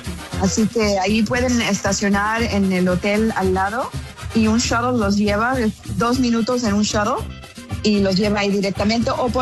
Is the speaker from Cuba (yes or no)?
yes; Cuba; now in United States; yo, aún siendo cubana, tengo alma mexicana.